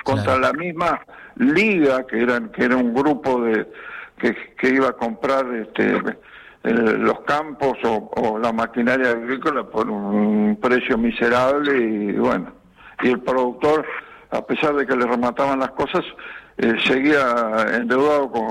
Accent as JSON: {"language": "Spanish", "town": "Salto", "region": "Buenos Aires Province", "country": "Argentina", "said": "Yo soy de Salto."}